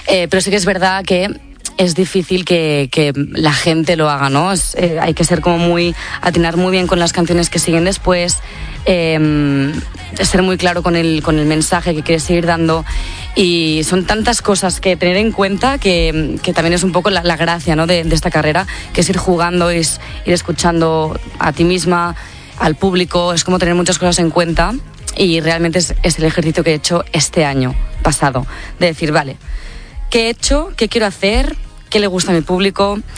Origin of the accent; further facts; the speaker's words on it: Tiana, Catalonia, Spain; Yo soy de Barcelona, bueno, de Tiana, en realidad, de un pueblo de alrededores, del Maresma.